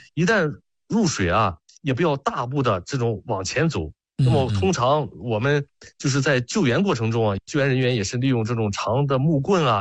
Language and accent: Chinese; Qingdao, Shandong, China; 这个我是有这个亲身感受，因为我在青岛在海边长大，遇到过这种情况。